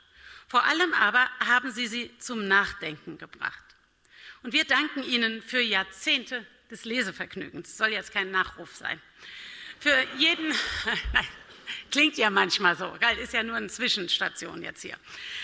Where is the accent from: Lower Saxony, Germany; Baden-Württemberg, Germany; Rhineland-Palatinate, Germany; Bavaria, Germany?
Rhineland-Palatinate, Germany; Bad Kreuznach; bin Rheinland-Pfälzerin, komme von der nahe Bad Kreuznach. Und das ist meine Geburtsstadt